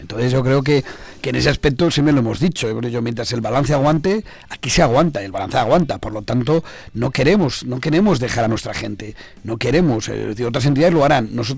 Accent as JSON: {"language": "Spanish", "town": "Zamora", "region": "Castile and León", "country": "Spain", "said": "queremos que Zamora prospere porque somos de aquí al final."}